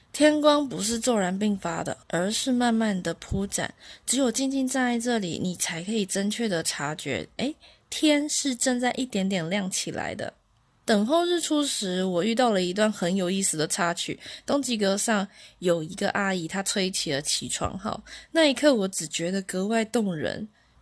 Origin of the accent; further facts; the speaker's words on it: Taiwan; 对于我这个来自台湾的青年来说，这一趟奔赴它不只是一场旅行，更是一场跨越海峡去追寻祖国第一缕曙光的约定。